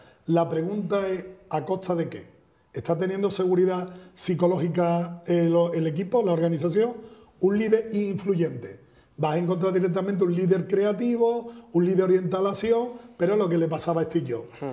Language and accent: Spanish; Spain